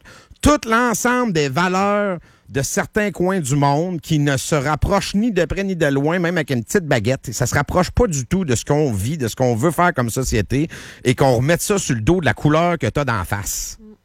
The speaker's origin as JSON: {"language": "French", "region": "Quebec", "country": "Canada", "said": "Mais non, mais en même temps, je viens d'une région du Québec."}